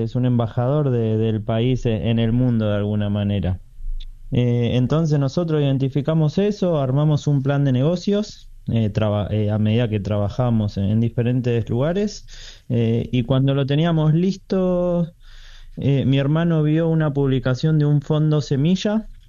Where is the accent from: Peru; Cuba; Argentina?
Argentina; Tandil, Buenos Aires Province; now in Buenos Aires, Argentina; yo y mi hermano somos de Tandil, pero estamos radicados en Buenos Aires.